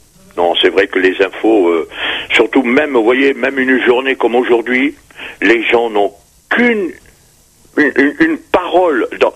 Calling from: Paris, Île-de-France, France; Je vous appelle de Paris

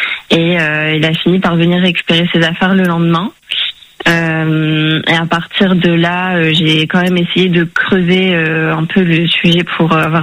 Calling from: Lille, Hauts-de-France, France; J'ai 33 ans et j'habite à Lille, dans le Nord.

